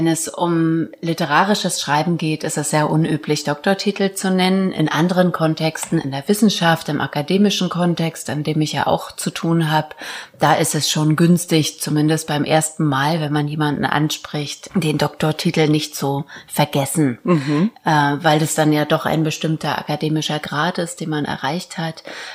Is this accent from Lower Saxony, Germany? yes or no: no; Barth, Mecklenburg-Vorpommern, Germany; born there; moved away as an adult; also born or lived in Rostock; now in Leipzig, Germany; ich komme ja sogar aus Vorpommern, also dieses flache Land mit dem großen Himmel und natürlich der Ostsee